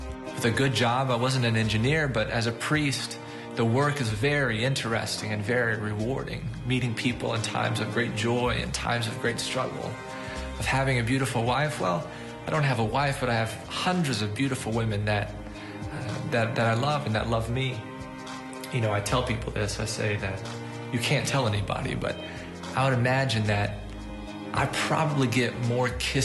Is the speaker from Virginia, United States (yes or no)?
no; Owensboro, Kentucky, United States